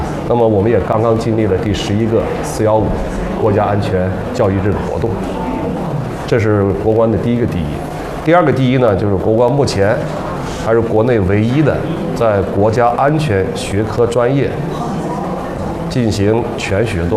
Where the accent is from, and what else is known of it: China